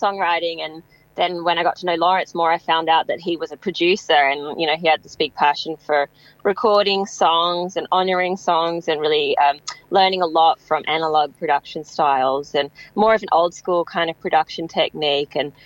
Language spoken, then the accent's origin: English; Queensland, Australia; born there; in Brisbane, and I grew up really loving music because of the Woodford Folk Festival. And I went to that festival throughout my whole childhood